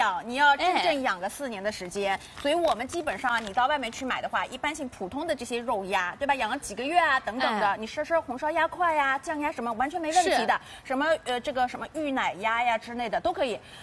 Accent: Shanghai, China; 我们上海人喝着光明的牛奶长大，

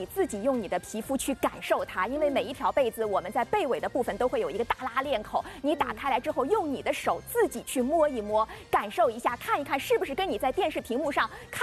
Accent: Shanghai, China; 我觉得我们上海人过日子就是要讲究一个实惠。

